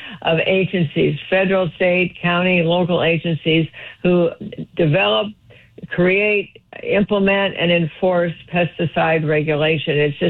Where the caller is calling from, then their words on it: Sacramento, California, United States; I'm an assembly person still in Sacramento. I'm calling you from Sacramento.